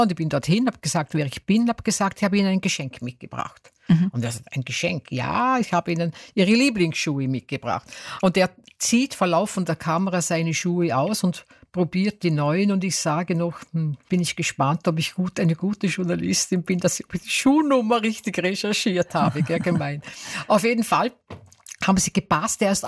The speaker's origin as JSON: {"language": "German", "country": "Austria", "said": "als Österreicherin"}